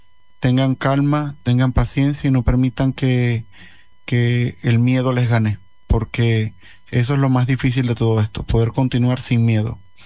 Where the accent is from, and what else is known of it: Venezuela